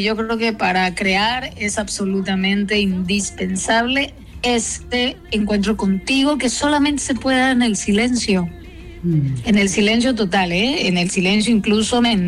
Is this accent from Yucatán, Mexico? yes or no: yes; San Felipe, Yucatán, Mexico; desde mi infancia allá en San Felipe, en el puerto, en este puerto hermoso de aquí de la península de Yucatán